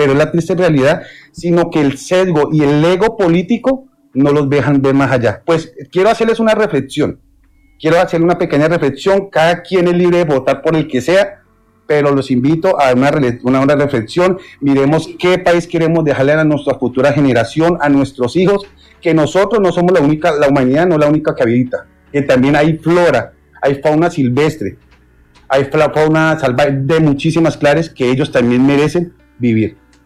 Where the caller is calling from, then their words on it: Colombia; como colombiano que soy